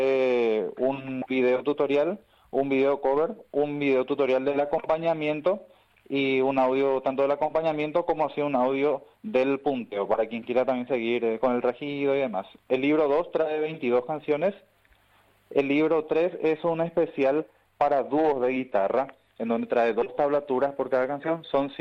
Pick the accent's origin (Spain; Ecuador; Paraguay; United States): Paraguay; Natalio, Itapúa; yo particularmente soy de Natalio, departamento